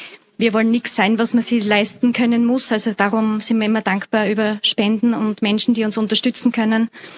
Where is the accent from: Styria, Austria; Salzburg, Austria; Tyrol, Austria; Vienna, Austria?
Styria, Austria; St. Margarethen an der Raab; weil ich komme aus St. Margarethen an der Rab. Das ist ein kurzer Sprung, sage ich mal, 10 Minuten von da.